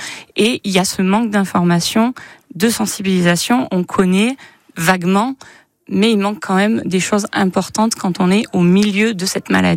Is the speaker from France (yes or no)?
yes; Nîmes, Occitanie, France; born there; now in Dordogne, France; Je viens du milieu rural, alors je suis pas du secteur du tout. Moi, je suis née à Nîmes. Mais c'est vrai que la Dordogne m'a accueillie à bras ouverts